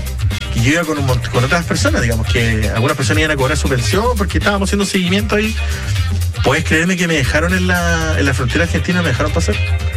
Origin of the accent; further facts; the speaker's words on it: Chile; como buen chileno haciendo las cosas a última hora